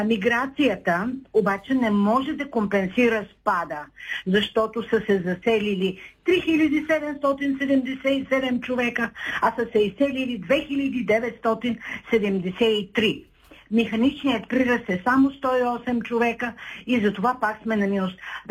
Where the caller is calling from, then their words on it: Shumen, Shumen Province, Bulgaria; съм от Шумен.